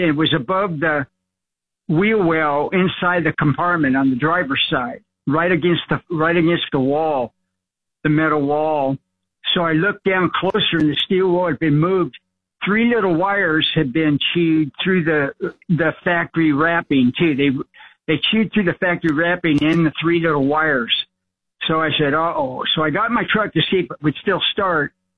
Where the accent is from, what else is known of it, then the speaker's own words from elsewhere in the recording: California, United States; I'm from California all my life.